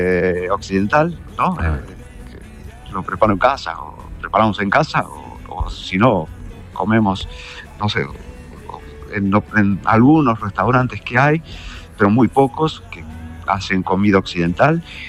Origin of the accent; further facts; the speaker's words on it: Argentina; moved away as an adult; now in Dhaka, Bangladesh; soy argentino.